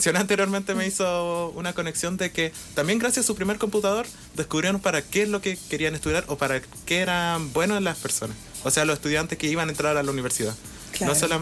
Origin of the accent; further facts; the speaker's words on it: Andacollo, Coquimbo, Chile; moved away; me gustaría volver también a Andacollo, mi pueblo